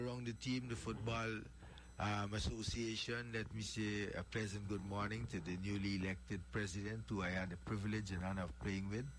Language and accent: English; Guyana; I'm South American by nature. I'm Guyanese in South America